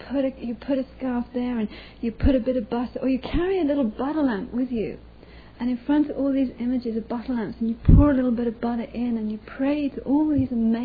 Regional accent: England, United Kingdom; And it's like when we grew up in England, we hear all these words, you know, Chicago, Arkansas, California, and it's like, oh, America.

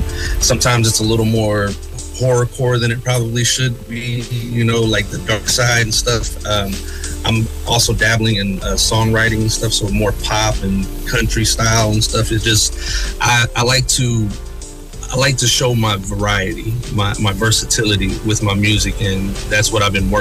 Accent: Oklahoma, United States; also born or lived in Dallas; I'm a native black and white from Oklahoma. I was born in Dallas, but we don't talk about that.

